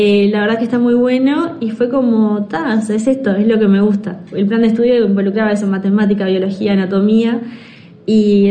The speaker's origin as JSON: {"language": "Spanish", "region": "Artigas", "country": "Uruguay", "tie": "born or raised there", "moved": "as an adult", "said": "nací y crecí en Artigas. Hice ahí desde que nací hasta los 19"}